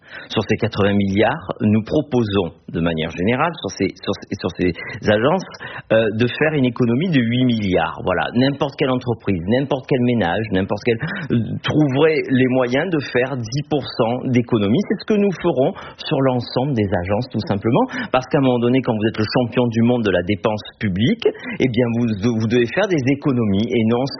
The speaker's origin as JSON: {"language": "French", "region": "Provence-Alpes-Côte d'Azur", "country": "France", "said": "chez nous en Provence-Alpes-Côte d'Azur"}